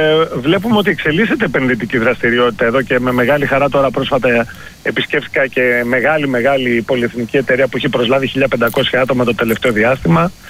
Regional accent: Piraeus, Attica, Greece; Εγώ θα σας το πω και ως Πειραιώτης.

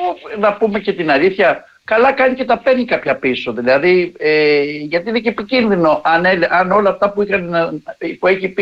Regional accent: Greece; σαν Έλληνες που έχουμε το στόλο

